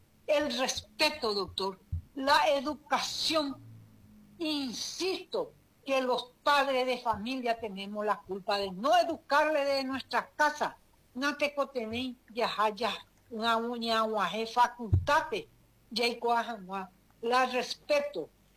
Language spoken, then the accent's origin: Spanish; Paraguay; Seres humanos y lo que somos paraguayos, padres de familia